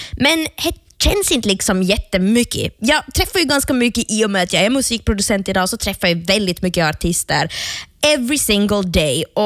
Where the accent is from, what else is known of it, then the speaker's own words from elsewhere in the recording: Jakobstad, Ostrobothnia, Finland; Jag tror att det finns en connection i och med att hon just är från Umeå och jag är från Jeppis.